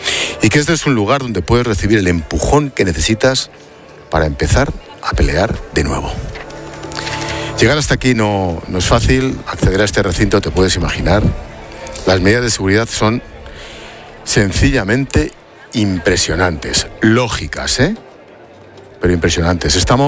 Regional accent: Madrid, Community of Madrid, Spain; para los que somos de barrio de Madrid, en el Cerro de la Mica.

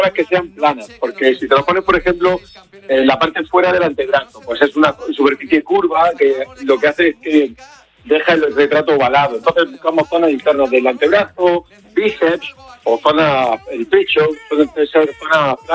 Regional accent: Almería, Andalusia, Spain; Yo ahora me volví a mi tierra natal, que estoy en Almería, pero voy a Madrid mucho.

